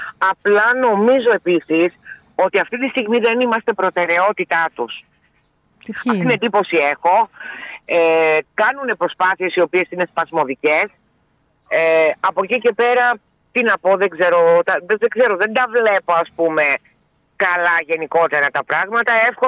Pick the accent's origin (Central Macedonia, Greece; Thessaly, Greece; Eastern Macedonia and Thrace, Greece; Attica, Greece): Attica, Greece; Athens; Είμαστε από την Αθήνα.